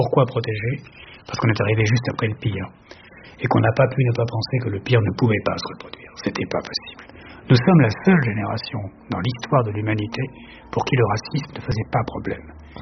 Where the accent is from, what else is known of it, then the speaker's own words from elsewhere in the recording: Paris, Île-de-France, France; Moi, je suis né à Paris.